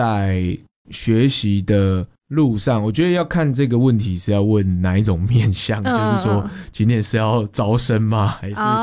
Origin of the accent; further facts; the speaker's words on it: Taichung, Taiwan; 然后那时候推杯给戏剧系，推助谋，我是台中人，